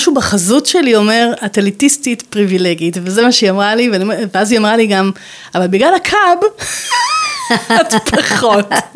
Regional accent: Hadera, Haifa District, Israel

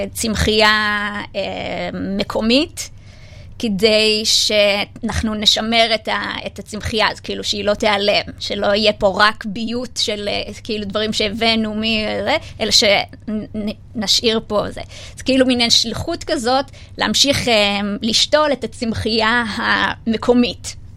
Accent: Northern District, Israel; now in Tel Aviv, Israel; אני גדלתי בתור ילדה בצפון

